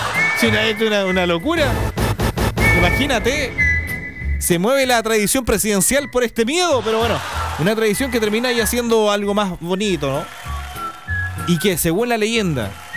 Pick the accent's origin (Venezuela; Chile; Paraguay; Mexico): Chile